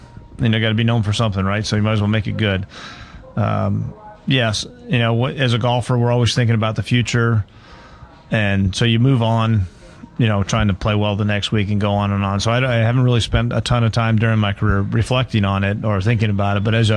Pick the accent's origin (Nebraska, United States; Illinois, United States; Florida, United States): Florida, United States; I grew up in Florida.